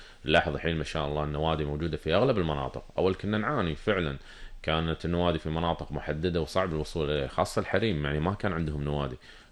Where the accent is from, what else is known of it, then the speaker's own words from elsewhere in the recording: Kuwait; إحنا في الكويت